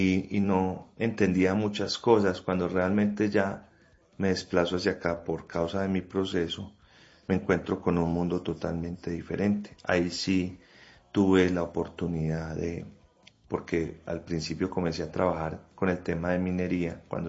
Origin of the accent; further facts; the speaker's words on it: Manizales, Caldas, Colombia; moved away as an adult; now in Amalfi, Colombia; Pues realmente yo soy de Manizales, ¿cierto? Hace 4 años, 5 estoy acá.